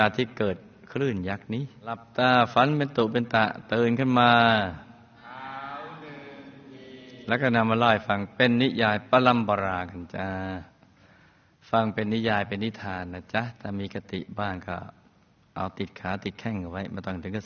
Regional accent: Phang Nga, Thailand; born there; ผมเกิดในครอบครัวชนบทจังหวัดพังงา

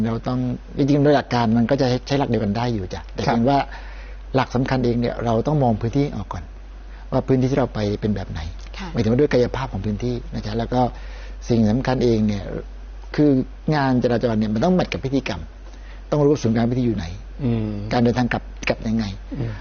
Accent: Southern Thailand, Thailand; เราอยากเห็นภาพความเจริญรุ่งเรืองเห็นภาพเนี่ยเยอะๆเนี่ยในบ้านเราจังเลยหมายถึงว่าภาคใต้

